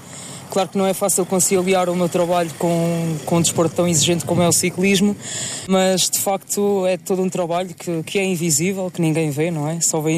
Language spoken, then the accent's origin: Portuguese; Caria, Centro, Portugal; Ainda por cima o facto de estar aqui perto da minha zona, que eu sou da Vila de Caria